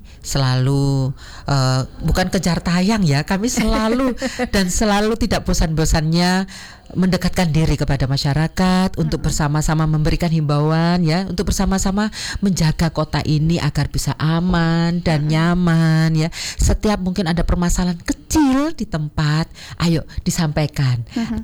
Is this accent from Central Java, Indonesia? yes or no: no; Madiun, East Java, Indonesia; moved away; saya juga orang Madiun sebenarnya, walaupun saya sekian tahun saya meninggalkan Madiun, tetapi saya kembali lagi karena saya mencintai Kota Madiun. Kota Madiun itu adalah tempat di mana saya dulu sering bermain, mencari ilmu